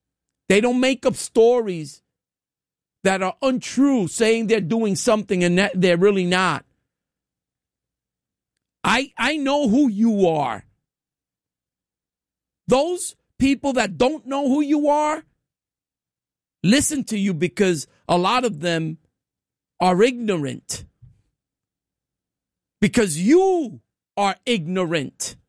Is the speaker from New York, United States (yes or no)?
yes; New York, United States; I'm a New Yorker.